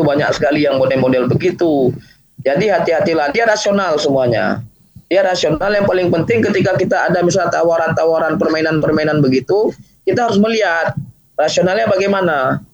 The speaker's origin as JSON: {"language": "Indonesian", "region": "Aceh", "country": "Indonesia", "said": "Sebagai orang Aceh kita malu."}